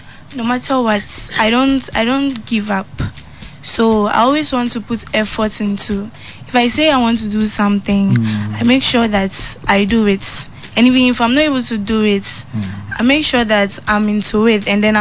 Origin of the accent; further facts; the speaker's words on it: Upper East, Ghana; I'm from the Upper East region.